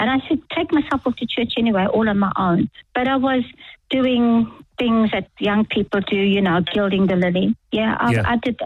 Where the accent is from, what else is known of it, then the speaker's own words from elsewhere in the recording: Durban, KwaZulu-Natal, South Africa; I was born in Durban in 1958, uh-huh. So that's where I was raised, yeah.